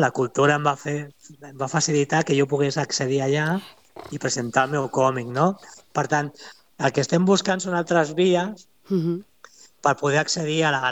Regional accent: Santa Coloma de Gramenet, Catalonia, Spain; Jo sóc de Santa Coloma de Gramenet, un poble de la ciutat de costat de Barcelona.

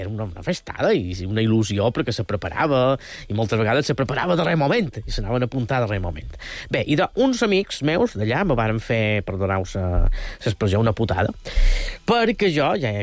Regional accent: Banyalbufar, Balearic Islands, Spain; El meu poble, Banyabufar, som un poquet més originals

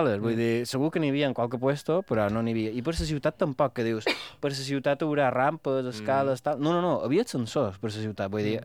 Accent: Balearic Islands, Spain; Però bé, no van fer res, perquè com que som mallorquins, doncs...

